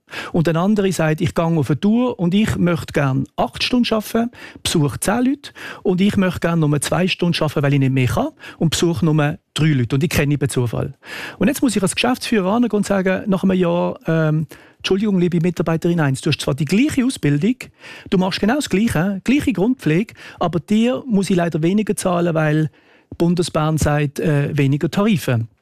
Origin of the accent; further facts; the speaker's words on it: Switzerland; Wenn wir das als Schweizer Bevölkerung, dass wir verpflichtet werden, zu pflegen